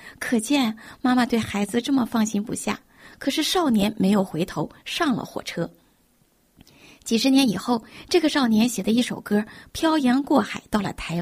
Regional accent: Dalian, Liaoning, China; 我的老家是在大连

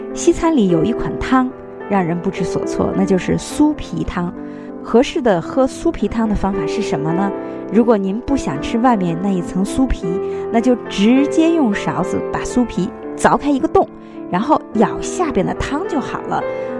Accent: China; 我们中国人

